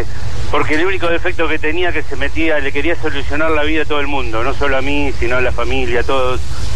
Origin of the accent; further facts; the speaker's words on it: Mar del Plata, Buenos Aires Province, Argentina; born there; also born or lived in Pinamar; Se separaron de manera violenta cuando yo tenía 4 años. Y mi padre me llevó a vivir a Mar del Plata con una prima hermana. Estamos hablando del año 64.